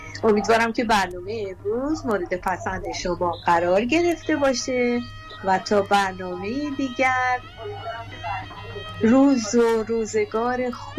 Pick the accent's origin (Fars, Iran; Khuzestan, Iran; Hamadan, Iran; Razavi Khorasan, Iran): Razavi Khorasan, Iran; Mashhad; من مشهدیم.